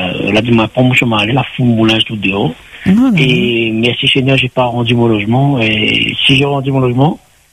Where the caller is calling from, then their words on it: Southern France, France; Je viens du Sud, j'ai 51 ans.